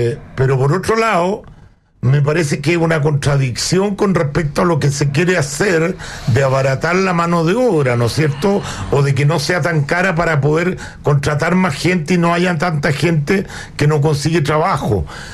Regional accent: Chile; soy de Chile.

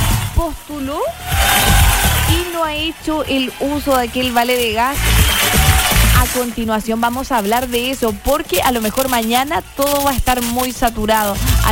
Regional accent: Chile

